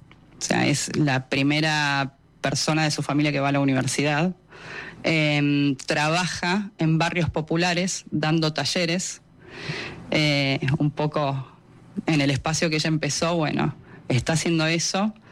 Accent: Argentina; Las cosas en mi país lamentablemente cambiaron para mal. Para mal y en todos los departamentos, digamos. O sea, a nivel cultural, científico, económico. Y si bien Argentina siempre tuvo altos y bajos económicamente.

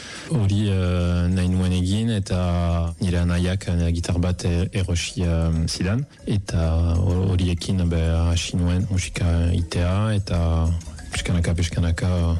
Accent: Tuscany, Italy; Basque is a second language; moved away as an adult; now in France; Italiakoa naiz, Tuskanakoa, baina 2000 eta batetik Euskaren bizi naiz.

